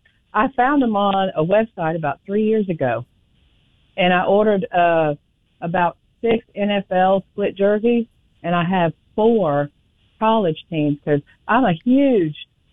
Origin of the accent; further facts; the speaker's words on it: Nashville, Tennessee, United States; now in Alabama, United States; I'm from Tennessee. Mm-hmm. I'm from Nashville. I grew up there.